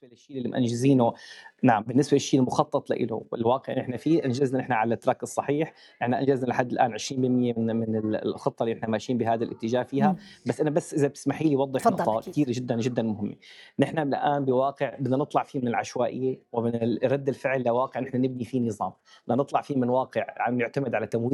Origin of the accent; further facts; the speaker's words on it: Syria; نحن كدولة سورية